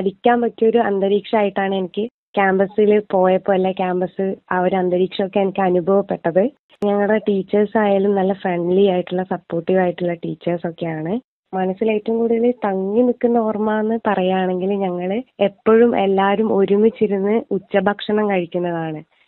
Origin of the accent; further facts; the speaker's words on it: Kannur, Kerala, India; ഞാനൊരു കണ്ണൂർക്കാരിയാണ്.